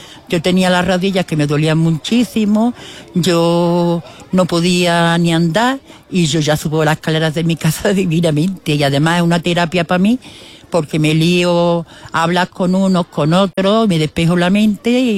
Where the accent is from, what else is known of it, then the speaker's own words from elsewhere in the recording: Maracena, Andalusia, Spain; de Maracena de toda la vida y mi madre era granadina. Y se conocieron y nosotros hemos nacido aquí en Maracena. Y yo, pues, ya te estoy diciendo, muy encantada de ser de aquí de mi pueblo, gente muy acogedora, gente muy buena.